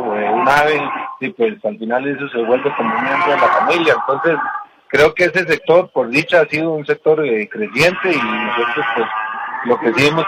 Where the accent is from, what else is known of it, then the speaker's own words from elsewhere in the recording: Costa Rica; eso es algo que tenemos nosotros como costarricenses